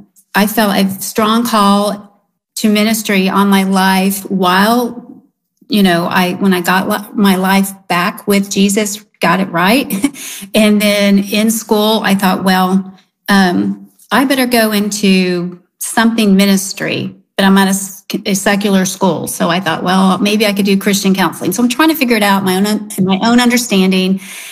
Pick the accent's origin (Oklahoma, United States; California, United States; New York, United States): Oklahoma, United States; Okay, well, I'm an Oklahoman bred through and through.